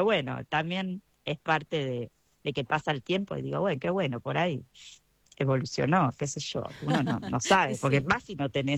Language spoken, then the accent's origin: Spanish; Argentina